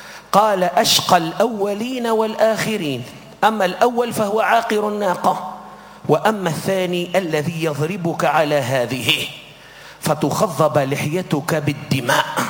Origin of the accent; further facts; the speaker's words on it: Tunisia; يسوقنا نحن اليوم من تونس